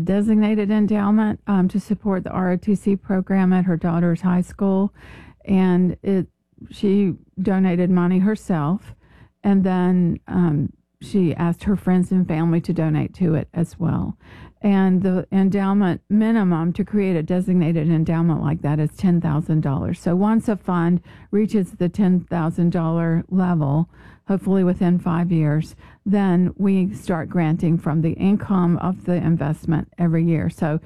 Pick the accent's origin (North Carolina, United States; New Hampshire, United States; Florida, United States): North Carolina, United States; also born or lived in New York; now in Fayetteville, United States; Well, I moved back to North Carolina from New York